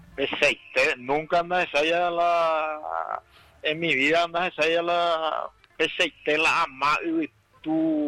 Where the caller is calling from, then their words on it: Capiatá, Central, Paraguay; Te estoy llamando de Capiatá.